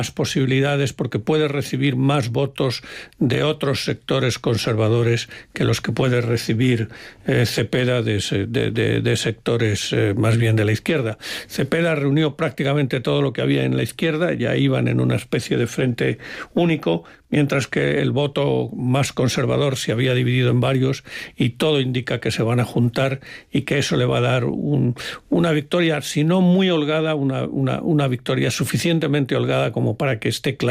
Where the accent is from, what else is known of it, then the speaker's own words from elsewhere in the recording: Colombia; also born or lived in Madrid, Spain; No, yo nací en Madrid, pero he vivido siendo niño en Colombia. Tengo tres hermanos nacidos en Colombia.